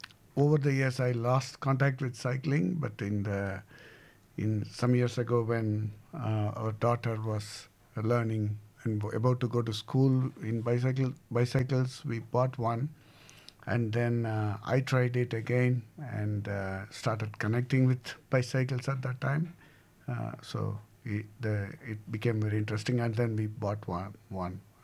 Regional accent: India; So I grew up in India, and those days the small bicycles for young children were not there.

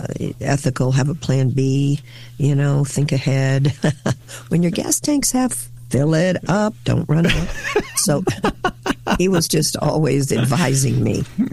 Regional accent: Houston, Texas, United States; I'm a girl from Houston.

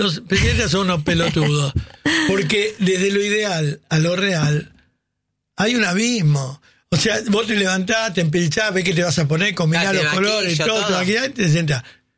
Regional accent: Argentina; yo, la verdad, soy argentino.

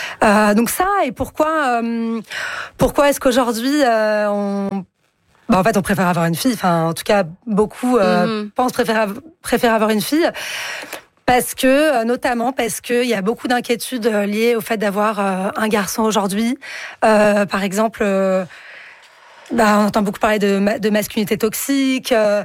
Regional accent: France; C'est vrai que chez nous, en France ou comme vous le disiez au Canada, c'est pas possible.

